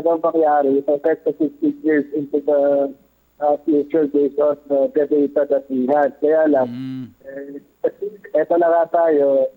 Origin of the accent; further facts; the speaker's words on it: Bulacan, Central Luzon, Philippines; sa amin sa Bulacan, no?